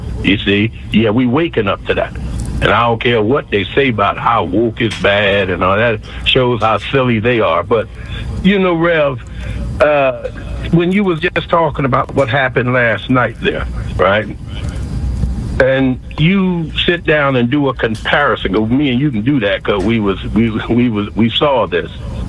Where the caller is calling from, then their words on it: Philadelphia, Pennsylvania, United States; No, I think … from Philadelphia.